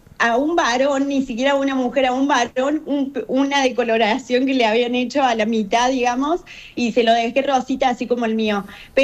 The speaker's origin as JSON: {"language": "Spanish", "town": "Unquillo", "region": "Córdoba", "country": "Argentina", "tie": "born there", "said": "nosotros somos de Córdoba capital, nos venimos para un quillo cuando yo tenía unos 3, 4 años"}